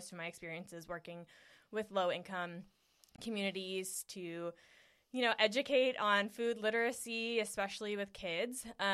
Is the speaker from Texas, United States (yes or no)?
no; Detroit, Michigan, United States; moved away as an adult; also born or lived in Las Vegas; now in Vancouver, United States; I grew up in Metro Detroit, Michigan, very big agriculture state.